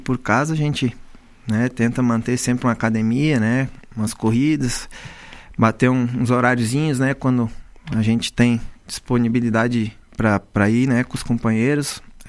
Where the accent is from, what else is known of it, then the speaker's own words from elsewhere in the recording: Goiás, Brazil; Eu sou goiano, mas meu sangue, bem dizer, é gaúcho, porque meus pais se criaram aqui, né?